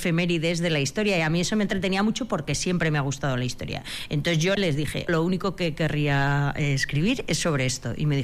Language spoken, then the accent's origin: Spanish; Peralta, Navarre, Spain; estaba en Peralta, que es mi pueblo, en Navarra